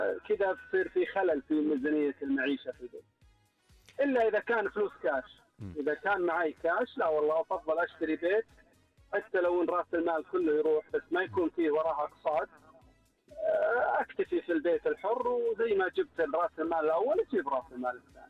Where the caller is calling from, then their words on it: Riyadh, Riyadh Province, Saudi Arabia; أقول من الرياض أكلم